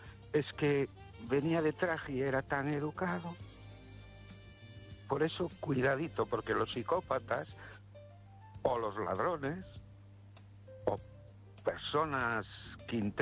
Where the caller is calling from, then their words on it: Ourense, Galicia, Spain; Buenas noches, Esther y oyentes. … de Orense.